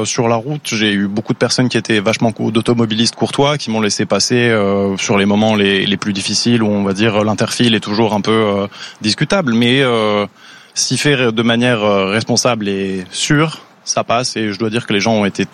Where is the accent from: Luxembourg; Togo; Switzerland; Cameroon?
Luxembourg; Oui, c'est ça. Je suis parti à 5h du matin ce matin de Luxembourg.